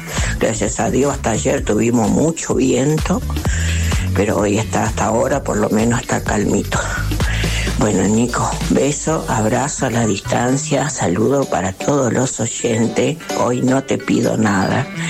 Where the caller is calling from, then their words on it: Argentina; Lo amo como buena argentina que soy.